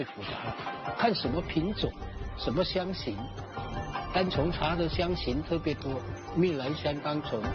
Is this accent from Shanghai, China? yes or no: no; Guangdong, China; 我们潮汕人说是不带就会惊，不健康的意思